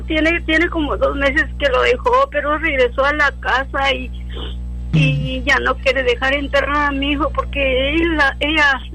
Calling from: Weslaco, Texas, United States; De aquí, de Huesaco.

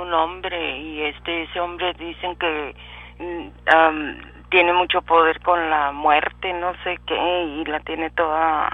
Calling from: Reynosa, Tamaulipas, Mexico; Hablo de Reynosa, Tamaulipas.

